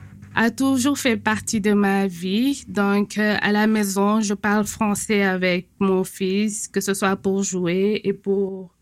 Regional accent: Senegal; moved away as an adult; now in Winnipeg, Canada; Moi, je viens du Sénégal. Je suis sénégalaise. Donc, j'ai immigré ici en tant que résident permanent. Et je suis venue en octobre

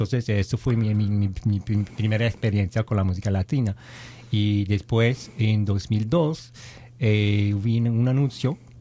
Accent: Vancouver, British Columbia, Canada; Yo soy de Vancouver, crecí en Vancouver, entonces lado oeste, y tengo que decirlo, pero soy ascendencia chino, yeah.

